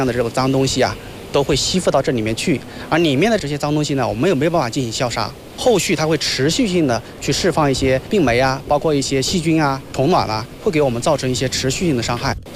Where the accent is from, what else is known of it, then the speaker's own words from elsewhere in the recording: Guangxi, China; 包括我们广西这边最喜欢吃的鱼生呐